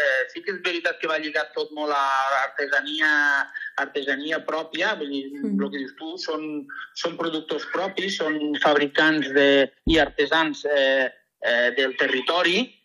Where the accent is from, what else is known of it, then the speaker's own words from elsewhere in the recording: Rossell, Valencian Community, Spain; vam considerar que Rossell era un bon lloc, perquè nosaltres som de Rossell, per fer una miqueta de territori i de pertenència.